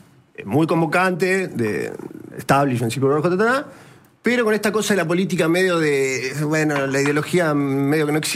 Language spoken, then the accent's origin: Spanish; Villa Constitución, Santa Fe, Argentina; moved away as an adult; now in Rosario, Argentina; yo soy de Villa Constitución.